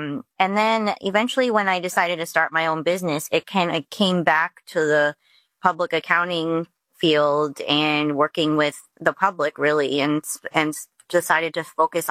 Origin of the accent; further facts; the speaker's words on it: Windsor, Ontario, Canada; also born or lived in Dallas / New York City; now in Detroit, United States; I moved from Texas, Dallas, Texas. So I was living there while my husband was going to law school. But before that, I lived in New York City for six years, worked for a couple small firms there. And I'm actually from Windsor, Ontario, across the border.